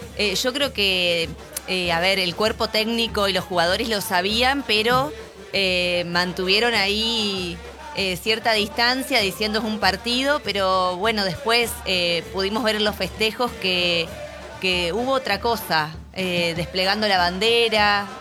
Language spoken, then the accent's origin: Spanish; Argentina; como los argentinos nos rebuscamos